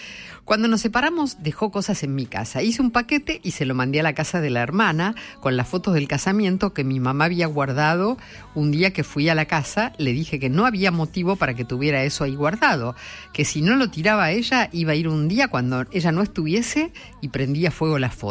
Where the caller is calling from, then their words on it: Boedo, Buenos Aires, Argentina; de Boedo, me hicieron recordar y reírme por las cosas que hice.